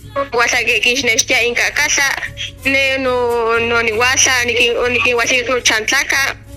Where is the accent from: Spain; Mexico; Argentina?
Mexico; Xilocuautla; tengo 20 años y soy originaria de Xilocuautla.